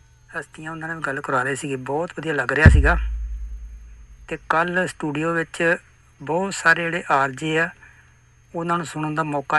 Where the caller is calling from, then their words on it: Amritsar, Punjab, India; ਮੈਂ ਅੰਮ੍ਰਿਤਸਰ ਤੋਂ … ਬੋਲ ਰਿਹਾ ਹਾਂ।